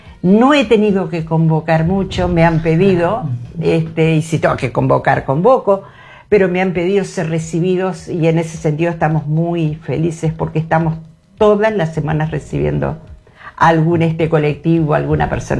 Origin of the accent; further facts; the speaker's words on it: Aiguá, Maldonado, Uruguay; now in Punta del Este, Uruguay; Yo no soy nacida en Punta del Este, vivo hace casi 40 años en Punta del Este, soy de Aiguá, es mi ciudad natal.